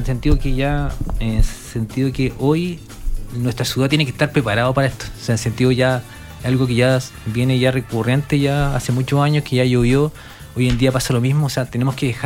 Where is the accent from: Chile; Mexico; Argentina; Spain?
Chile; nosotros como chilenos